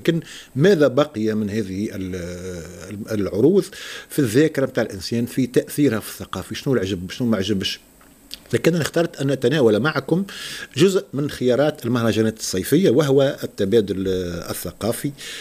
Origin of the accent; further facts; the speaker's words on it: Tunisia; أنت كتونسي وعندك ثقافة معينة عربية تونسية إفريقية